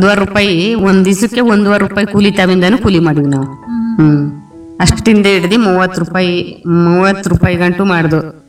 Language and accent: Kannada; Karnataka, India; ತಟಕೆರೆಯಿಂದ ಬಂದೀವಿ.